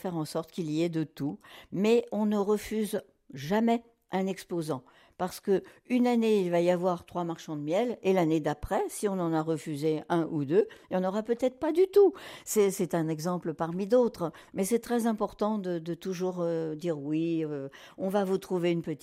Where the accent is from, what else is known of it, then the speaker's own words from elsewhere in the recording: Souvigny, Auvergne-Rhône-Alpes, France; born there; Je suis née à Souvigny et je pense que je finirai ma vie à Souvigny.